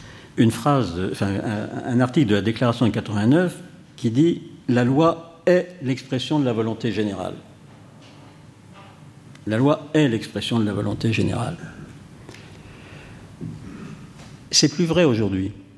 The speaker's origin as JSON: {"language": "French", "country": "France", "said": "chez nous en France."}